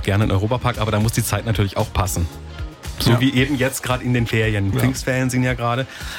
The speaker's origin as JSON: {"language": "German", "town": "Hügelsheim", "region": "Baden-Württemberg", "country": "Germany", "tie": "born or raised there", "said": "Besuch bekommen aus einem Ort, den ich lange, lange kenne und gut kenne und da quasi mit aufgewachsen bin, aus Hügelsheim."}